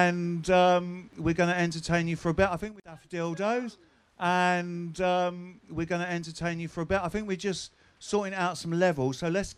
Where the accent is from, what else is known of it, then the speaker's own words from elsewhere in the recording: Brighton, South East England, United Kingdom; we are together, and we're from Brighton, and we do lots of gigs